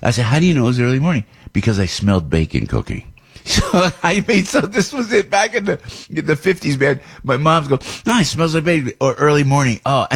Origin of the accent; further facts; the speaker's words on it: Passaic, New Jersey, United States; born there; So I was born in Passaic, by the way, just so you know, Passaic, New Jersey.